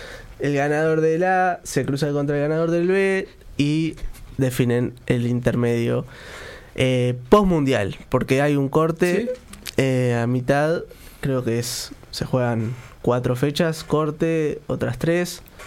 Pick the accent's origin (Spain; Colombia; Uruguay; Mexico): Uruguay; Montevideo; Fui al liceo en Sayago. Viví de niño y tengo familia en Sayago.